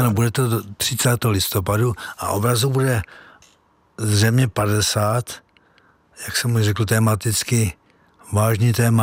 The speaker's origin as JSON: {"language": "Czech", "town": "Moravský Žižkov", "region": "South Moravian Region", "country": "Czechia", "tie": "born or raised there", "said": "Já pocházím také ze Slovácka, z Moravského Žižkova, z Vinařské obce, kde jsem taky poznal, co to jsou kroje a dobré vínečko."}